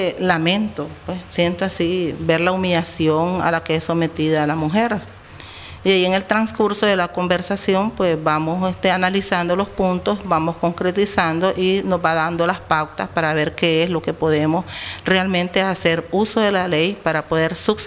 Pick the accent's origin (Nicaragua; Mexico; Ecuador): Nicaragua; Managua; born there; Nací en Managua.